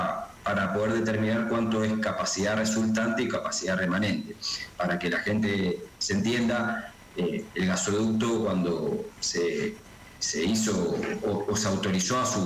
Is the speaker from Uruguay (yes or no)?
no; Argentina; como somos todos argentinos